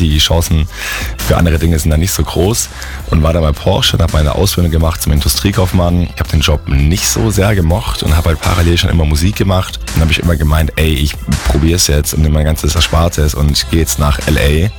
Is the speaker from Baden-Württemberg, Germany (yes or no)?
yes; Stuttgart, Baden-Württemberg, Germany; ich bin aus dem Schwabenland, aus Stuttgart